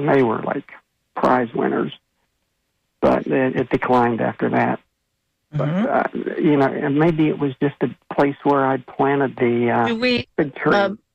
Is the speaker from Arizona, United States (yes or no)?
no; Pittsburgh, Pennsylvania, United States; We're from Pittsburgh, Pennsylvania, originally, and we moved down here permanently the very beginning of 2000.